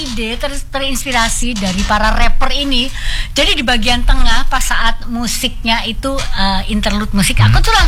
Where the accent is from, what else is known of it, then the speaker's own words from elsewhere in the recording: Java, Indonesia; Nah, karena aku orang Jawa, jadi aku kebagian lagunya